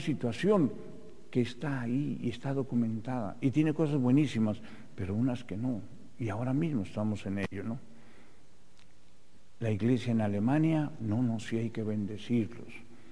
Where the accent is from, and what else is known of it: Mexico